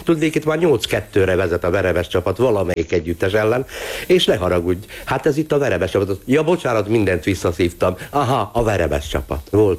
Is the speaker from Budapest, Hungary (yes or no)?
no; Szombathely, Vas, Hungary; now in Győr, Hungary; hiszen Szombathelyen születtem, Vas megyei gyerek vagyok.